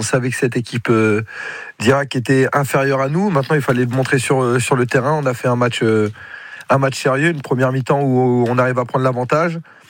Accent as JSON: {"language": "French", "region": "Hauts-de-France", "country": "France", "said": "on est presque chez nous en Picardie."}